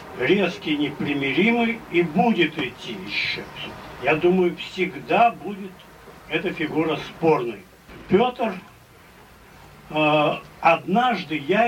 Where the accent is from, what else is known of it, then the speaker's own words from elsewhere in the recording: Saint Petersburg, Russia; мы все, питерцы, живем среди Петра.